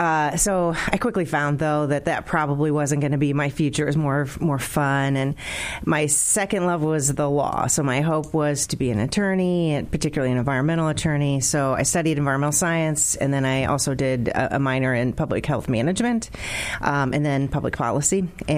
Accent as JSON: {"language": "English", "town": "Fort Wayne", "region": "Indiana", "country": "United States", "tie": "born or raised there", "said": "So I'm born and raised in Fort Wayne. I went to Wayne High School. I went to college at IU. Go Hoosiers."}